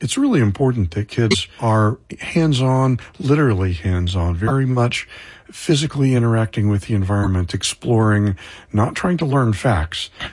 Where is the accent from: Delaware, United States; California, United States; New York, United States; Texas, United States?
Texas, United States; Corpus Christi; Well, I was born in Corpus Christi, and my parents would take me to the bay pretty often, and we'd go to Padre Island.